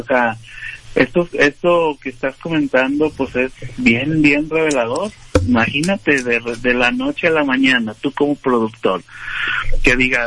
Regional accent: Manzanillo, Colima, Mexico; Yo soy de Manzanillo, Colima, estamos.

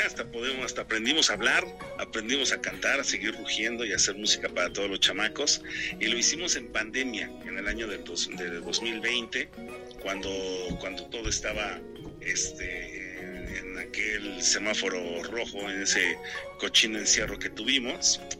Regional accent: Tlaxcala, Mexico; nosotros somos de Tlaxcala, México. Somos de Tlaxcala, desde Tlaxcalita la Bella.

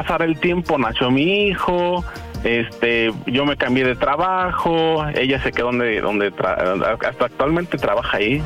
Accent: Guadalajara, Jalisco, Mexico; Tengo 40 años y soy de Guadalajara.

